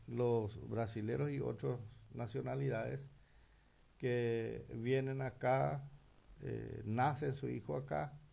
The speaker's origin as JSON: {"language": "Spanish", "country": "Paraguay"}